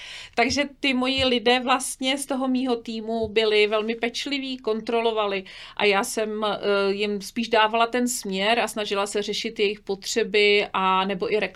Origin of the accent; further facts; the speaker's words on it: Studená, South Bohemian Region, Czechia; moved away as an adult; also born or lived in Prague; pocházím ze Studené, což je u Jindřichova Hradce